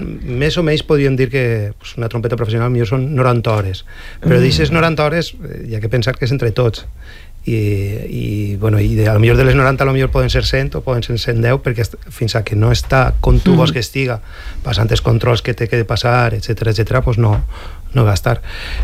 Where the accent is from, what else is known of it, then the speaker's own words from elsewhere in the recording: Bétera, Valencian Community, Spain; Soc de Vétera.